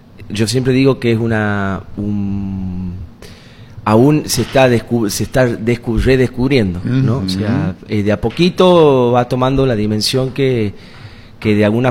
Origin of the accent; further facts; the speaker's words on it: Tucumán, Argentina; born there; Sí, yo soy nacido en Tucumán.